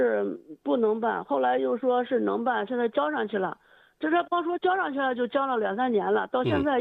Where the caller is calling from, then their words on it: Xingtai, Hebei, China; 我是河北省，不是咱邢台威县七集镇前引村的